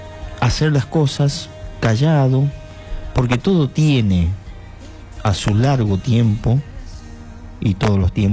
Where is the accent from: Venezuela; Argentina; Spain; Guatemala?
Argentina; todos seguimos siendo argentinos.